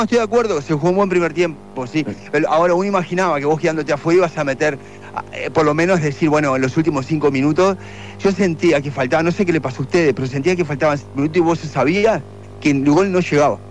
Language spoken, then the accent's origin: Spanish; Uruguay; te sentás a comer algo y sientes que sos uruguayo y te charlan en la íntima, sin gozarte, pero nos dicen, perdieron la mística